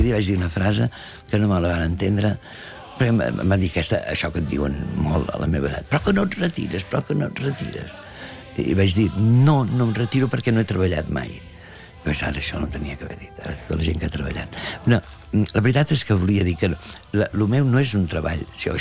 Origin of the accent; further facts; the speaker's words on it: Catalonia, Spain; Potser sí que soc català